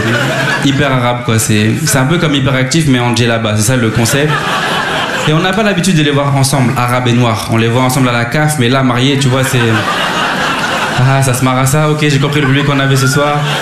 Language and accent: French; Bordeaux, Nouvelle-Aquitaine, France; now in Paris, France; Moi, je suis pas d'ici, moi, je suis de Bordeaux. Je découvre Paris petit à petit.